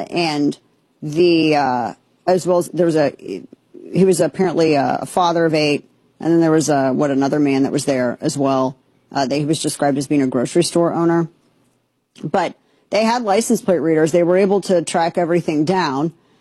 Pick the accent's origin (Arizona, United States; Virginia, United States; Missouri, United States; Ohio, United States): Missouri, United States; who was at one point the AG for my home state, Show Me State of Missouri.